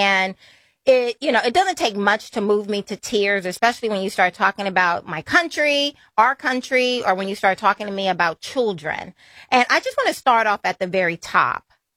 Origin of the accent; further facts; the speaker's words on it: Alabama, United States; moved away; It's making me feel like I'm back at home in Alabama.